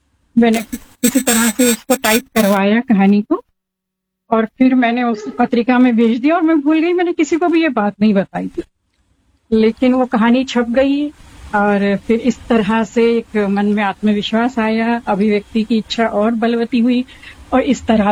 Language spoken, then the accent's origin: Hindi; Bhopal, Madhya Pradesh, India; मैं भोपाल से हूँ और गृहिणी हूँ